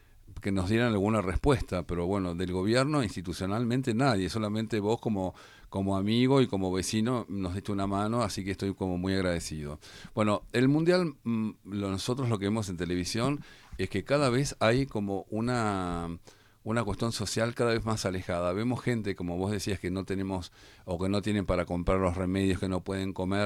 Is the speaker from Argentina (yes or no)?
yes; Argentina